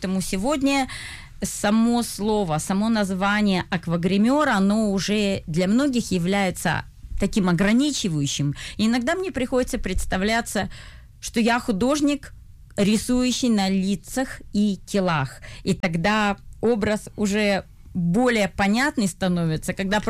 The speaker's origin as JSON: {"language": "Russian", "region": "Southern Urals", "country": "Russia", "tie": "born or raised there", "moved": "yes", "said": "я выросла на Южном Урале, и мой маленький городочек был окружен зонами"}